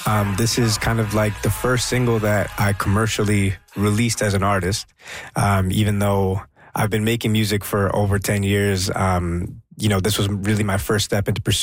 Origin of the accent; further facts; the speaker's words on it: Canada; born there; I'm Indian by heritage, Gujarati, born in Canada, and my family spent three generations in East Africa in between India and Canada.